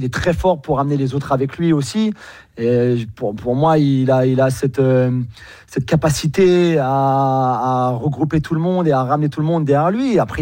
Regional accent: Paris, Île-de-France, France; je suis Parisien aussi

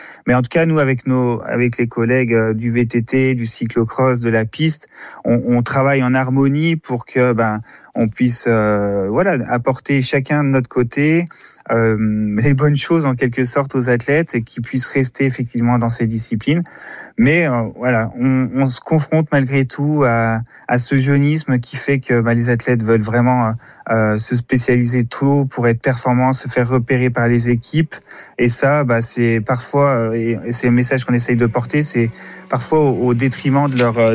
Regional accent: France; En tant que Français

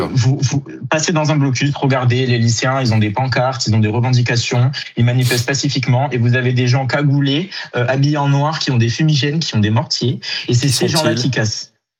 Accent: Toulouse, Occitanie, France; je suis de Toulouse

